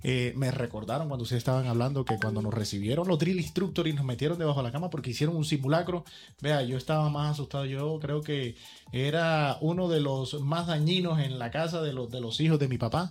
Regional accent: Coveñas, Sucre, Colombia; soy coveñero de ahí, nacido y criado en Coveñas, de la madrecita tierra

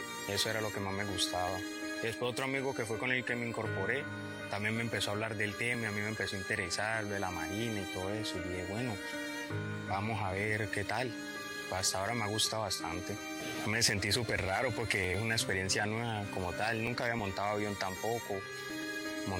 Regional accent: Palmira, Valle del Cauca, Colombia; Yo soy de Palmira Valle, mi mamá y mi papá también son de Palmira.

